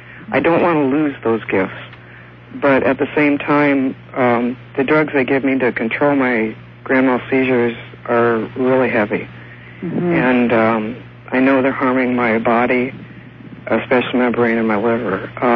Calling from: Omaha, Nebraska, United States; from Omaha, Nebraska.

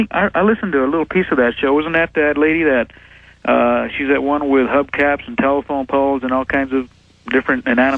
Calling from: El Paso, Texas, United States; I'm calling from El Paso, Texas.

